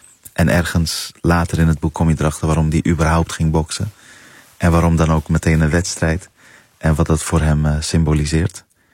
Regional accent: Netherlands; het Plan van Gol, de wijk die centraal staat ook in het boek waar ik ben opgegroeid.

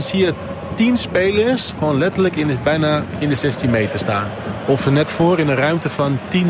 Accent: Netherlands; En daar kunnen wij als Nederlanders heel veel van leren.

